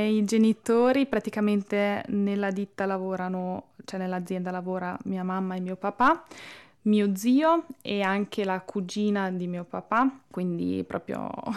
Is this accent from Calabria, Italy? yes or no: no; Brunico, Trentino-Alto Adige, Italy; ho 25 anni, vengo da Brunico